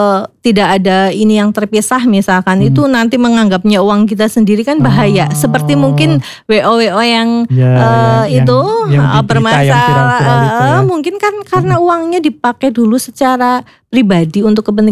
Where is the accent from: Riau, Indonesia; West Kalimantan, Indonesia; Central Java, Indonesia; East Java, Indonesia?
Central Java, Indonesia; Purbalingga; Saya dari Purbalingga.